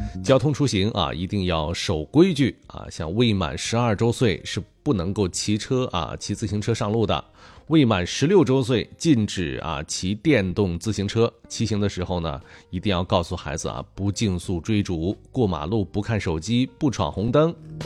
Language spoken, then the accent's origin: Chinese; Northeast China, China; moved away; 你像我的老家就是啊北方东北哈，